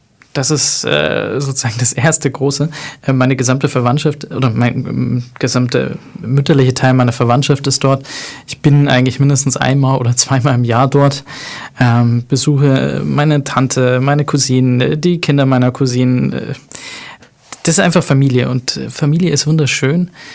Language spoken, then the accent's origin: German; Germany; Einerseits bin ich in Deutschland aufgewachsen und das ist für mich ganz klar Heimat, weil es auch ganz viel Deutsches ist, was mich einfach auch geprägt hat.